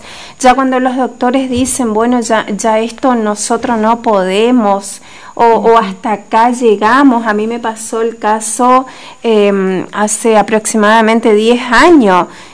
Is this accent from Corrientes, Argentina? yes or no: yes; Corrientes, Argentina; soy más correntina que...